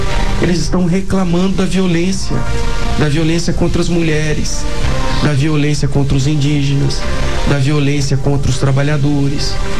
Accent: Campo Grande, Mato Grosso do Sul, Brazil; born there; Eu nasci em 1969, no dia 18 de agosto, na Cândido Mariano, aqui em Campo Grande.

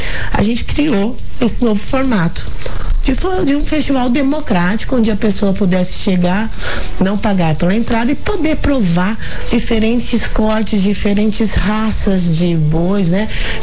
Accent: Campo Grande, Mato Grosso do Sul, Brazil; moved away as an adult; also born or lived in São Paulo; E eu voltei a Campo Grande, sou de Campo Grande, né?

